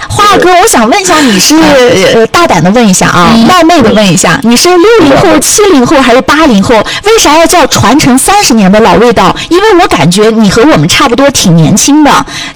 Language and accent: Chinese; Ürümqi, Xinjiang, China; 因为我的童年是在安宁渠镇度过的，